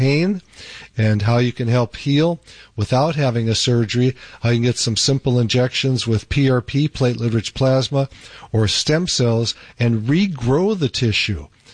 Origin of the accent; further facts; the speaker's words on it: the North, United States; we're from the North